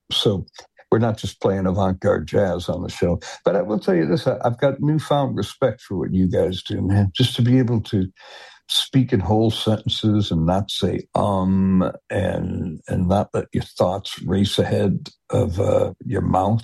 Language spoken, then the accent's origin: English; Detroit, Michigan, United States; there was a jazz DJ in Detroit when I was in high school